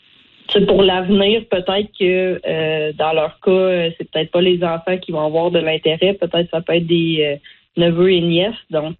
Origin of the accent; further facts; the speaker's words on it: Quebec, Canada; Dans le fond, j'ai grandi au Québec, mais je suis allée faire des 2 étés pour apprendre l'anglais en Atlantique.